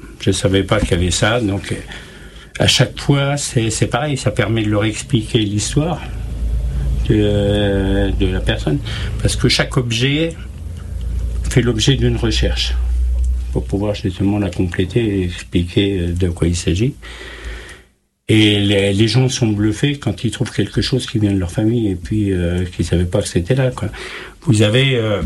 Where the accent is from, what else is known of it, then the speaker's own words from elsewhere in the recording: Xaronval, Grand Est, France; chez nous, à Xaronval